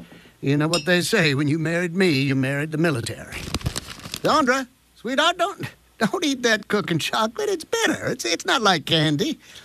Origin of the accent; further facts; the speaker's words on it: Tennessee, United States; I was one of six kids growing up in Tennessee during the Great Depression.